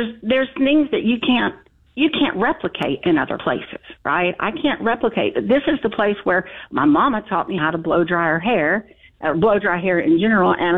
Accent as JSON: {"language": "English", "town": "Dallas", "region": "Texas", "country": "United States", "tie": "born or raised there", "said": "I want to see the house that I was born in Texas and the various homes we lived in. I lived here in Texas, in Dallas, and the surrounding cities off and on until I was about 9 years old."}